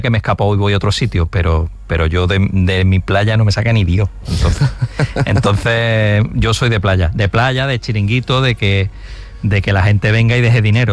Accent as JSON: {"language": "Spanish", "town": "Cádiz", "region": "Andalusia", "country": "Spain", "said": "Yo soy gaditano, yo soy playero."}